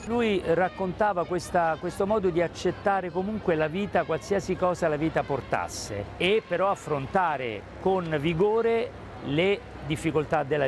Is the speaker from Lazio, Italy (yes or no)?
yes; Rome, Lazio, Italy; born there; Io purtroppo il napoletano non lo so parlare perché io sono nato a Roma, perché papà a 20 anni lascia Napoli e viene a Roma